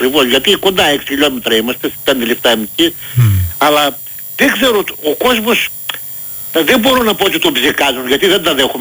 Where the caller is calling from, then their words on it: Ftelia, Eastern Macedonia and Thrace, Greece; Είμαι από τη Φτελιά Δράμας.